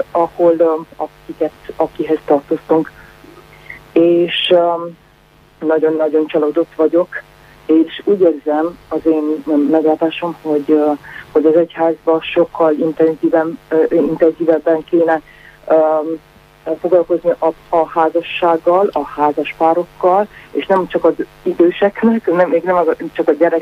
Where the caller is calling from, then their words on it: Romania; Hungarian is a second language; Én nem vagyok magyar, szóval én román vagyok